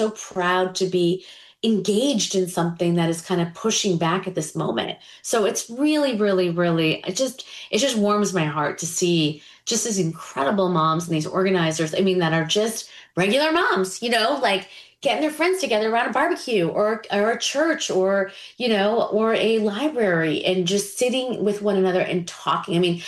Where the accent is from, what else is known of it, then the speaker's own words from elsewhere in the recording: New York, United States; I think, look, I'm a New Yorker.